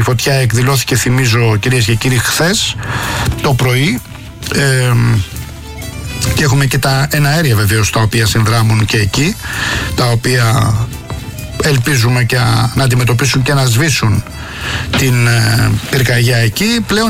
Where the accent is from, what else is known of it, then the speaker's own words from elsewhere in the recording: Rafina, Attica, Greece; από την Πατρίδα μου τη Ραφίνα